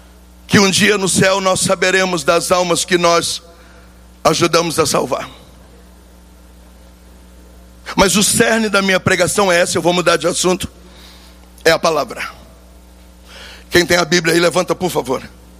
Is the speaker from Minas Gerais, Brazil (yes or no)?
yes; Minas Gerais, Brazil; eu sou de Minas